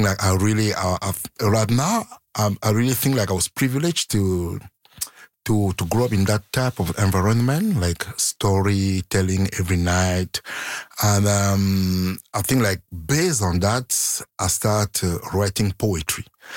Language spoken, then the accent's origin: English; Cameroon; now in Canada; I was born and raised in Cameroon. I grew up there.